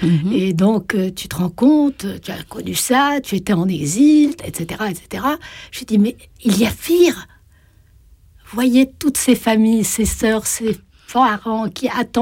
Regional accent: Morocco; French is a second language; parce que je suis marocaine quand même, je ne suis pas française, et donc le français, même si je peux le maîtriser, n'est pas ma langue maternelle.

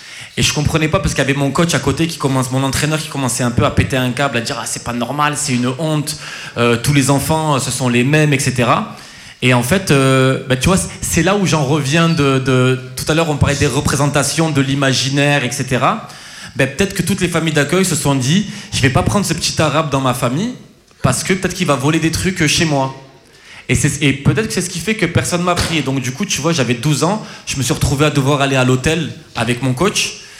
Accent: France; born there; Donc moi je suis d'origine tunisienne, hein, je suis né en France. Alors je suis français, mais mes parents ils sont originaires de Tunisie.

